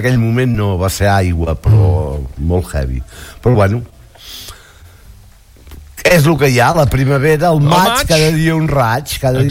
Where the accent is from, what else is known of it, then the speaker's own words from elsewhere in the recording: Catalonia, Spain; d'allà doncs ha sortit la nostra manera de ser de l'Empordà.